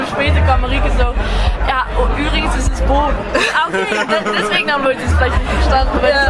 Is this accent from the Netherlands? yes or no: yes; Netherlands; German is a second language; Also ja, ich komme aus Holland.